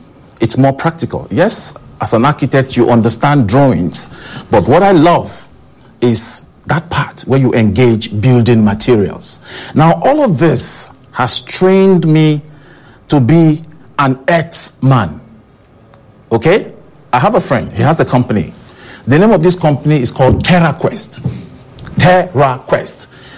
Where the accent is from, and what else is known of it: Nigeria; born or raised there